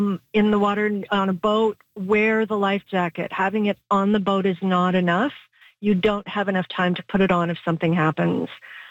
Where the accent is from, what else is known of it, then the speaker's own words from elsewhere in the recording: Canada; This is one of the things about being Canadian